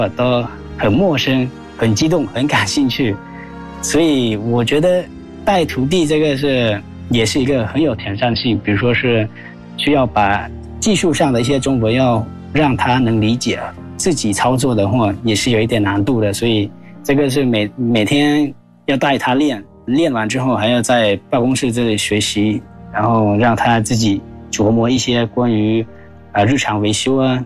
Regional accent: Laos; Chinese is a second language; 因为对我们老挝人来说这份工作也是一份很好工作，因为铁路从来是老挝历史上是没有的

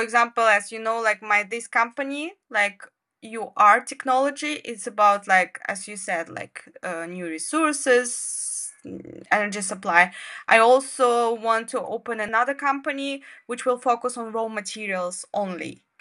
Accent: Kazakhstan; English is a second language

